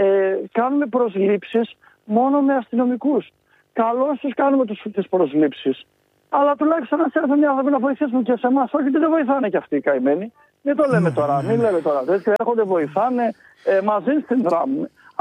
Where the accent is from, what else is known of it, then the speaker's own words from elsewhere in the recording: Thessaloniki, Central Macedonia, Greece; εγώ είμαι από Θεσσαλονίκη και ήρθα και στην έδρα μας στην Αθήνα